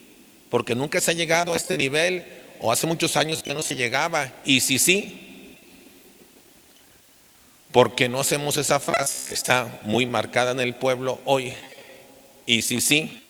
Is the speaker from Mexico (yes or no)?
yes; Mexico; Que el pueblo mexicano valgamos con lo que tenemos dentro.